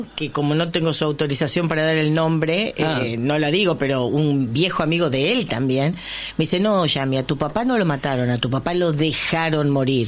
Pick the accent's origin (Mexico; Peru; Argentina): Argentina; Los Cardales, Buenos Aires Province; moved away as an adult; now in Cañuelas, Argentina; Bien más porteña que el Obelisco. Pero a los 40 días me fui a vivir a Los Cardales y ya de ahí no viví más en Capital hasta que fui grande.